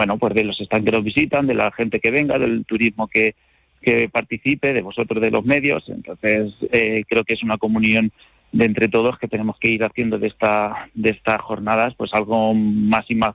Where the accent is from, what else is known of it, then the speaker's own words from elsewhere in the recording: Motilla del Palancar, Castilla-La Mancha, Spain; yo, como motillano, como conquense y como castellano manchego